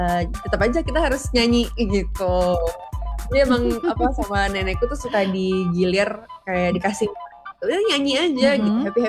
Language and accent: Indonesian; Jakarta, Indonesia; Tapi memang aku tuh udah lahir besar di Jakarta dan keluarga aku semuanya udah di Jakarta, jadi aku gak pernah pulang kampung.